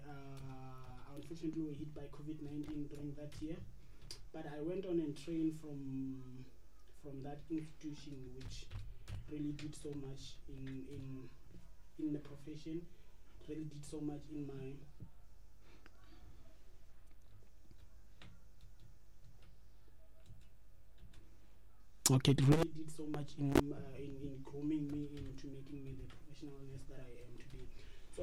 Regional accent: Venda, Limpopo, South Africa; So I was born in the province of Limpopo.

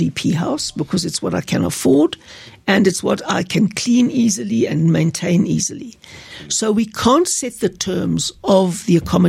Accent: Johannesburg, Gauteng, South Africa; born there; I was born in Hillbrow. My granny lived in Hillbrow till she died in a place called Mimosa Court.

